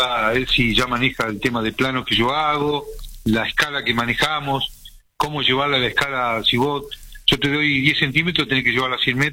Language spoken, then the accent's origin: Spanish; Neuquén, Argentina; also born or lived in Maltén, Chubut; Soy, como les conté, soy nacido en Maltén, Chubut, provincia de Chubut, a ferroviario, lo mandan trasladado acá a Neuquén, y yo ya sabía leer